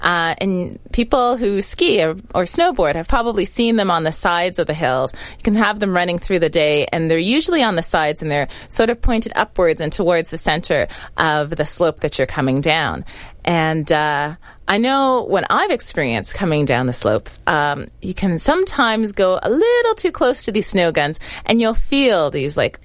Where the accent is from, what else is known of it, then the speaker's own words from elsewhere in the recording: Canada; we Canadians, we know snow